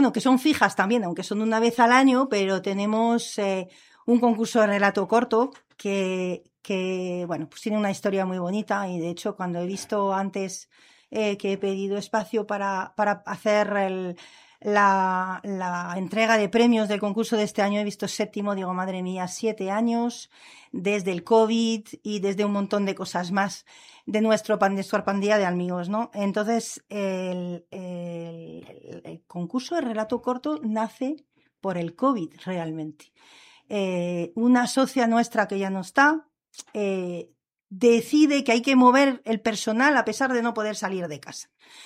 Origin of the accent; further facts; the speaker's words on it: France; Spanish is a second language; now in San Sebastián de los Reyes, Spain; Yo soy francesa, no había estudiado español, no estaba predispuesta a venir a vivir aquí para nada.